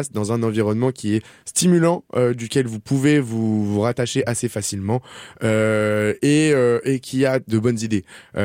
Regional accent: Montreal, Quebec, Canada; en tant que bon Montréalais qui se respecte

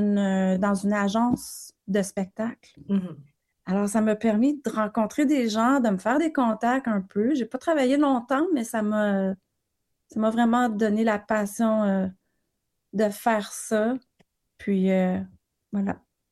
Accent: Ontario, Canada; moved away as an adult; also born or lived in Ottawa; now in Montreal, Canada; Moi, je suis native de l'Ontario

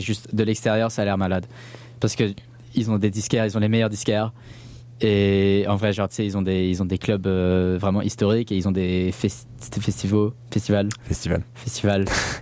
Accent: Blackburn, North West England, United Kingdom; parce que j'ai grandi à Blackburn, c'est vraiment un patelin.

